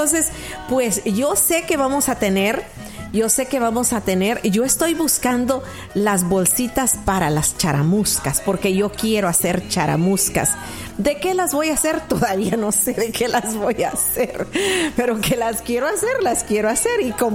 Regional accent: El Salvador; moved away; Y no somos muchas las salvadoreñas.

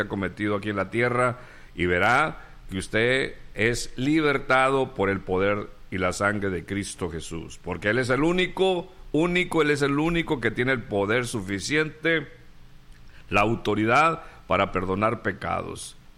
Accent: Río Bravo, Tamaulipas, Mexico; Así fui criado yo ahí en Tamaulipas, ahí en Río Bravo

